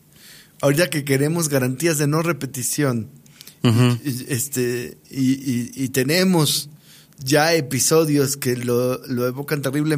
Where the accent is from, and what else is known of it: Mexico